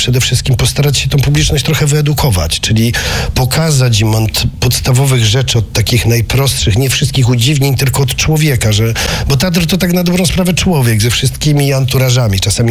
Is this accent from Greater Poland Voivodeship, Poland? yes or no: yes; Konin, Greater Poland Voivodeship, Poland; moved away as an adult; Jestem rodowitym konianinem, wyjechałem stąd 20 lat temu, ale zawsze gdzieś wracam z sentymentem.